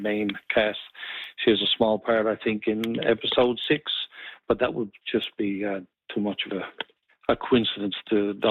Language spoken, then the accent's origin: English; Newfoundland and Labrador, Canada; now in Brigus, Canada; I'm not from Brigus. Moved here about 12 years ago. My wife's from the west coast of the province. I'm from the east coast.